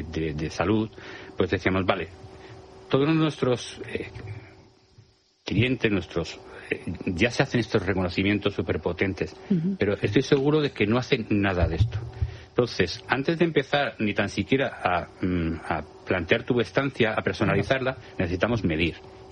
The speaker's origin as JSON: {"language": "Spanish", "region": "Community of Madrid", "country": "Spain", "lives_now": "Alicante, Spain", "said": "Así es, yo soy madrileño, pero ya he afincado en Alicante hace mucho tiempo"}